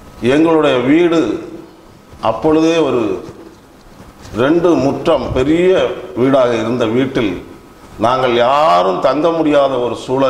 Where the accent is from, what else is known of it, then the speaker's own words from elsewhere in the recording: Keezhkulam, Tamil Nadu, India; எனது சொந்த ஊர் கன்னியாகுமரி மாவட்டம் கீழ்குளம் குக்கிராமம்.